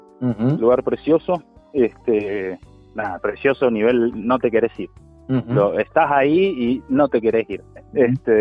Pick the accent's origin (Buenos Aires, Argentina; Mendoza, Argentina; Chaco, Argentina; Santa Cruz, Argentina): Mendoza, Argentina; y como mendocino te digo, yo no salgo a comer a bodega